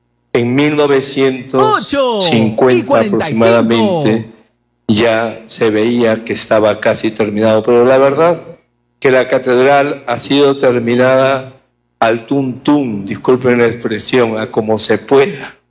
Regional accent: northern Peru, Peru; now in Tacna, Peru; Ustedes saben que soy norteño

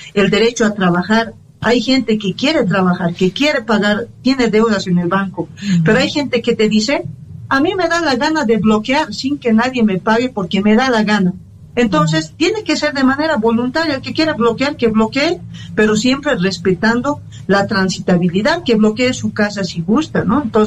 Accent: El Alto, La Paz, Bolivia; a mí me indigna como alteña, como paseña, como boliviana

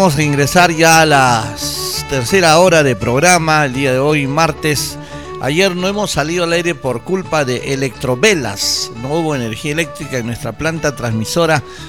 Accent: Peru

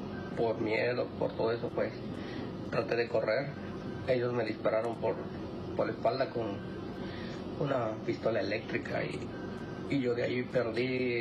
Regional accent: State of Mexico, Mexico; now in Virginia, United States; tengo 45 años, soy del Estado de México.

